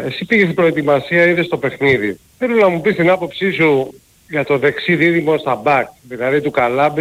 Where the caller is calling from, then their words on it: Keratsini, Attica, Greece; από Κερατσίνη.